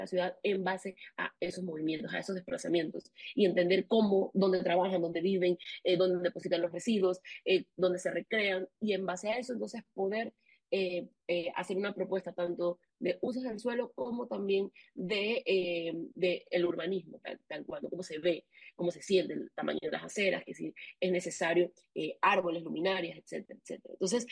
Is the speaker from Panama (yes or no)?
yes; Panama